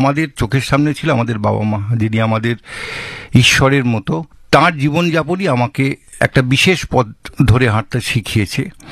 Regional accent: Dhaniakhali, West Bengal, India; বেড়ে ওঠা ধনেখালি, ধনিয়াখালী, তাঁতের শাড়ি যে সেই জায়গাতে আমার বেড়ে ওঠা।

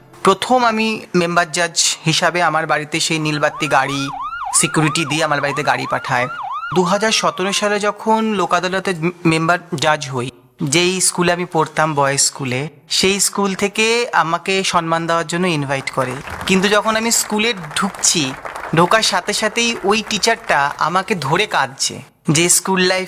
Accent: Kolkata, West Bengal, India; born there; আমি নিজে একজন ট্রান্সজেন্ডার, ট্রান্স ওম্যান। আমার জন্ম হয়েছিল ১৯৮৮ সালে ১৭ সেপ্টেম্বর কলকাতাতে।

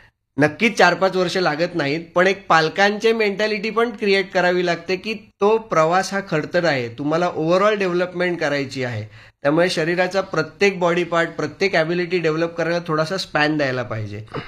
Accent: Mumbai, Maharashtra, India; born or raised there

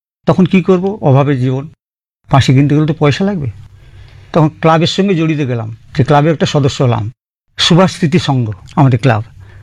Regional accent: Kakdwip, West Bengal, India; born there; আমার বাড়ি কাকদ্বীপ, 14 নম্বর ঢোলা থানা, রবীন্দ্র অঞ্চল।

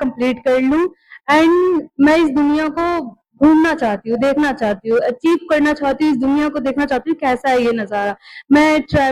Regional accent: Bihar, India; now in Delhi, India; मैं बिहार से आई हूँ।

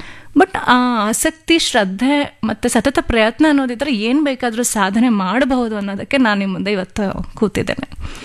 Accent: Bengaluru, Karnataka, India; born or raised there

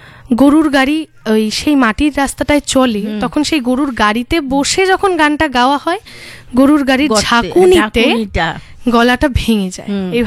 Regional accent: West Bengal, India; moved away; আমার বাড়ি তো একদম উত্তরবঙ্গে প্রপার, এবং আমরা ছোটবেলা থেকে এইগুলো গান শুনে বড়

